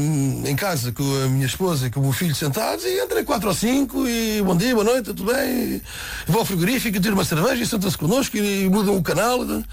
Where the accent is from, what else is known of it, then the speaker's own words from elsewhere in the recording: Portugal; Eu sou português, sou europeu. E se decidir ir para lá, tenho que aceitar muita coisa, porque é a cultura deles.